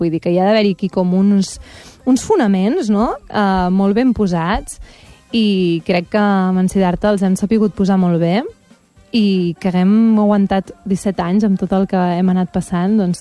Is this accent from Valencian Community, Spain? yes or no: no; Castelló d'Empúries, Catalonia, Spain; also born or lived in Roses; Clar, jo vaig néixer a Roses, però amb 5 anys me'n vaig anar a Castelló d'Empúries